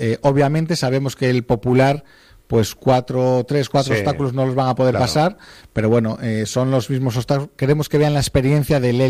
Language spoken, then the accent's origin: Spanish; Spain; pues somos españoles, vamos a esperar al final, aunque me cueste un poco más.